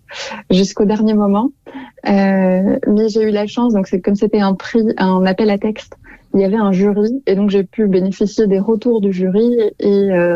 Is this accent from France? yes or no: no; Brussels, Brussels-Capital Region, Belgium; je suis bruxelloise. Scarbécoise plus précisément.